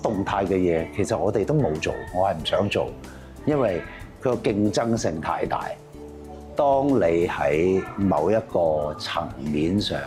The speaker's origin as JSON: {"language": "Cantonese", "region": "Lingnan", "country": "China", "said": "我們南方人也好、嶺南人也好，包括我們中華民族也好"}